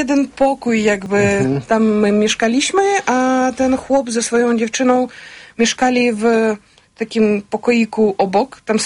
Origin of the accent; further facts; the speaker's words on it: Dnipro, Dnipropetrovsk Oblast, Ukraine; Polish is a second language; moved away as an adult; now in Poland; Urodziłam się w mieście Dnipro, więc to jest centrum bliżej tak do wschodu Ukrainy.